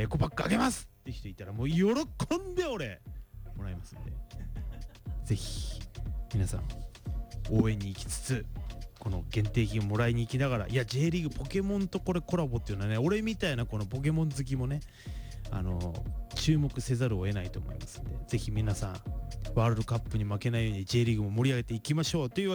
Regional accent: Ibaraki, Japan; で我らが茨城ですよ、もう俺の地元ね、隣に事務所はあっけど、俺の地元は鹿島アントラーズなわけだ。

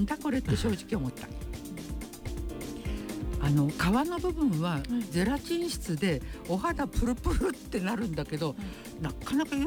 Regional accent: Hiroshima, Japan; now in Ibaraki, Japan; あの広島で育ってるから、鍋はフグなんですよ。

